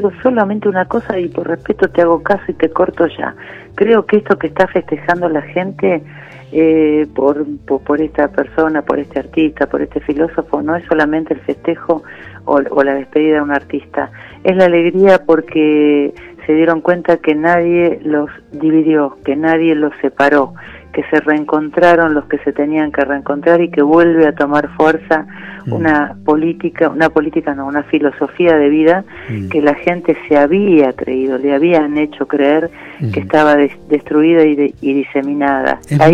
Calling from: Buenos Aires, Argentina; Yo soy de Parque Patricio

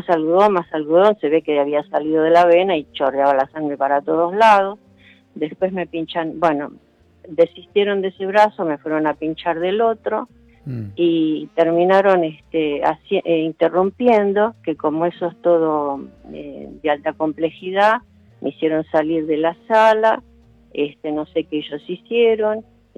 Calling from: Castelar, Buenos Aires Province, Argentina; De Castelar.

